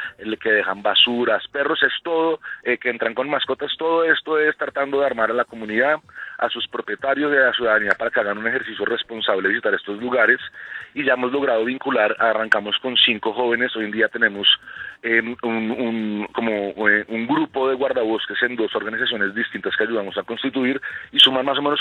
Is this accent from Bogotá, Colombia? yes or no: yes; Bogotá, Colombia; la identidad de ser nosotros bogotanos